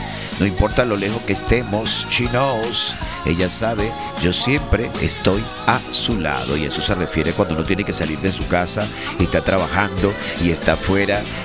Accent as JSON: {"language": "Spanish", "country": "Venezuela", "said": "como tú y como yo, venezolano"}